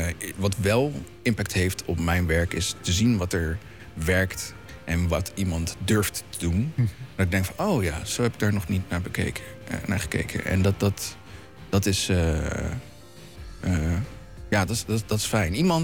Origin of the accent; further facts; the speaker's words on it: Rotterdam, South Holland, Netherlands; Als Rotterdammer